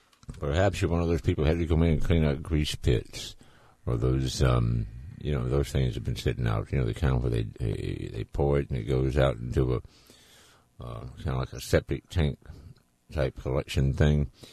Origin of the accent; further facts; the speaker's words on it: Laurel, Mississippi, United States; I worked a couple of summers while I was in college at the Masonite plant there in my hometown of Laurel, Mississippi